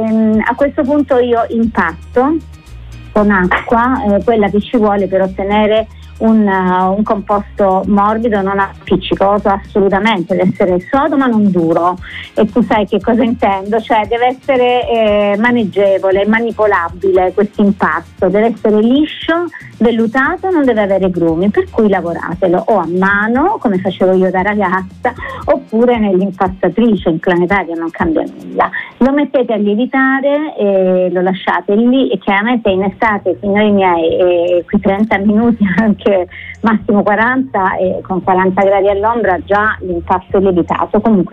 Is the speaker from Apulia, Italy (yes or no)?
yes; Apulia, Italy; Tu sai che io sono salentina, no? Sono pugliese comunque.